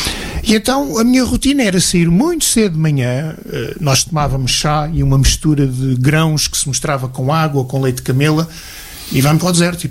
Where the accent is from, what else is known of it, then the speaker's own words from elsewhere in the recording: Portugal; Ana Portugali, sou árabe, sou português.